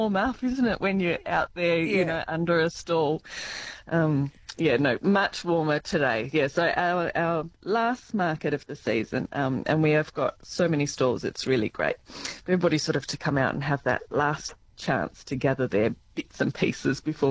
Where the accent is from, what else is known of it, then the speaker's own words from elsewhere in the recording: Tasmania, Australia; moved away; also born or lived in Kimberley / Pilbara; I lived in the Kimberley and the Pilbara for a few years, so I have done, and I'm from Tasmania